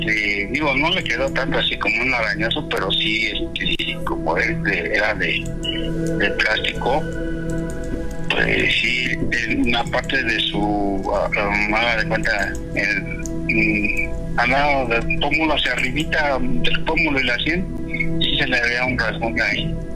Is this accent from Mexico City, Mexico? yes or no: yes; Mexico City, Mexico; Nosotros somos aquí de Tepito.